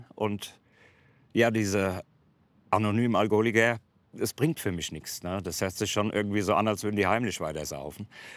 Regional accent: Liederbach, Hesse, Germany; 47, ich komme aus Liederbach, wir sind hier in Liederbach in meinem Garten.

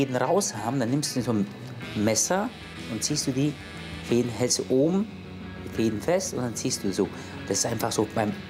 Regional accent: Eastern Anatolia, Turkey; Meine Mutter macht das zum Beispiel in Ostanatolien, im Pagoda, wo ich geboren bin und auch aufgewachsen bin.

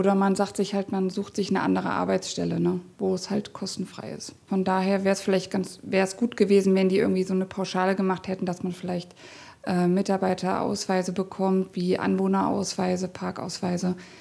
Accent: Calden, Hesse, Germany; Ich komme aus Kallen-Obermeisa und da sind halt die Verbindungen ein bisschen schwieriger, hierher zu kommen.

